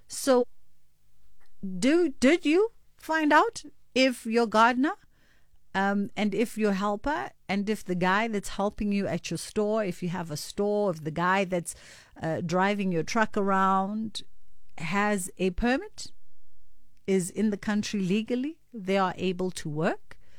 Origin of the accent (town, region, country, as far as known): South Africa